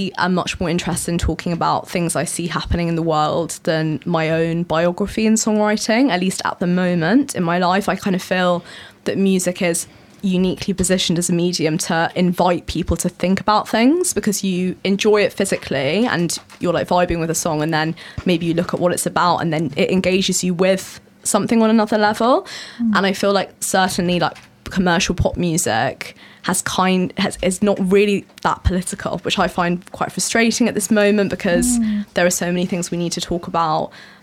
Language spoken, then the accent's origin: English; Brighton, South East England, United Kingdom; because I grew up in Brighton, I feel like I'm kind of at home in that kind of setting.